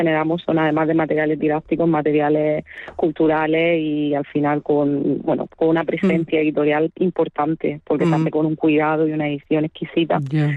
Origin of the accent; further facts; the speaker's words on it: Murcia, Region of Murcia, Spain; born there; also born or lived in Equatorial Guinea; yo soy ascendencia ecuatoguineana y cuando mi madre pues llegó a España después de la dictadura de Macías, el tío del actual dictador, pues ella pues también se sintió y vivió muy sola, ¿no? En soledad y sin comunidad en Murcia, porque además aterrizamos en Murcia